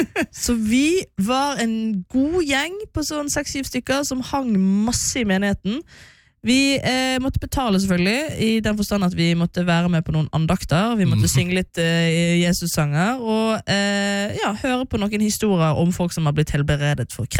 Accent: Bergen, Vestland, Norway; jeg kommer fra Loddefjord.

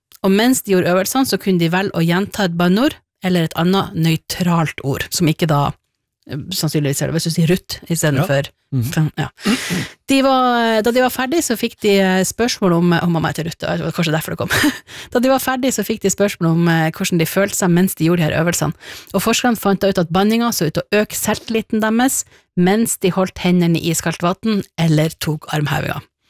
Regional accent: Northern Norway, Norway; jeg er jo nordlending

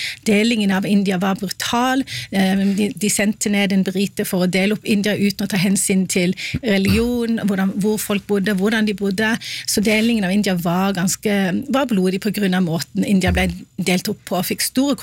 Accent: Oslo, Norway

